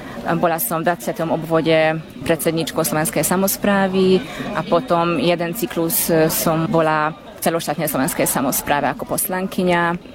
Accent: Vanyarc, Nógrád, Hungary; Ja som z Veniarcu, z Novohradskej župy.

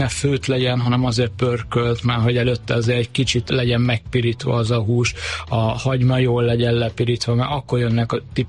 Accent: Lake Balaton area, Hungary; now in Budapest, Hungary; Balatonról jöttem, én 1,5 éve élek itt Budapesten

